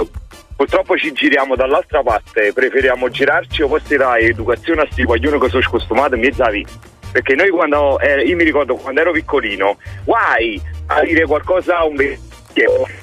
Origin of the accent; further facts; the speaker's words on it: Grumo Nevano, Campania, Italy; Ciao, senti … sono di Grumonevano.